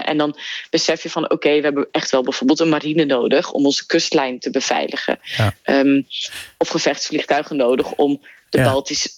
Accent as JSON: {"language": "Dutch", "country": "Netherlands", "tie": "born or raised there", "moved": "as an adult", "lives_now": "Belgium", "said": "Ik ben opgegroeid in Nederland"}